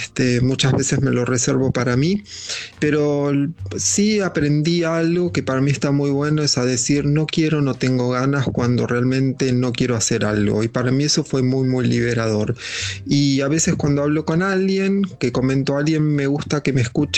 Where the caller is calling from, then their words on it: Acasuso, Buenos Aires Province, Argentina; Hola Luisa, buenas noches … de Acasuso